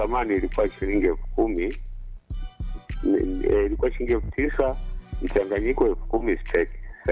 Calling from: Tanzania; Natokea huku Mgama, kitongo cha Msichoke.

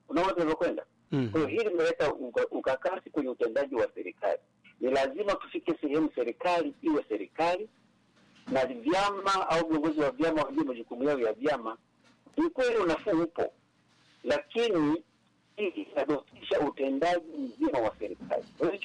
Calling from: Mara, Tanzania; natokea Kiamwame Roria.

